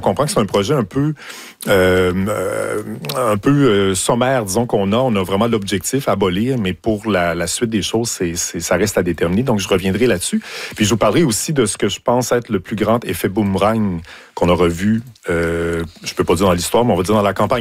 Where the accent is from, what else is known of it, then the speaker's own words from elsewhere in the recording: Quebec City, Quebec, Canada; Des crocs, mais je viens de Québec, donc je ne sais pas si ça